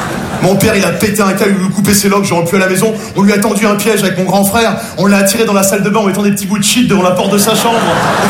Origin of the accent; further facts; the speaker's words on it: Nogent-sur-Marne, Île-de-France, France; J'ai grandi à Nogent-sur-Marne, je suis passionné à quelqu'un. Petite banlieue très bourgeoise